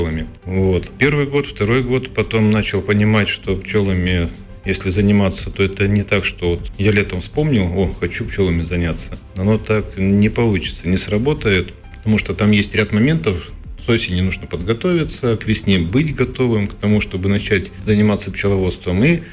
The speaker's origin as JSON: {"language": "Russian", "region": "Stavropol Krai", "country": "Russia", "tie": "born there", "moved": "yes", "lives_now": "Khanty-Mansiysk, Russia", "said": "И когда я родился здесь, в Ханты-Мансийске, потом с родителями уехали на юг, и там я, соответственно, все это пчеловодство видел своими глазами, кушал мед, получал укусы от пчел, и все это я видел, будучи маленьким."}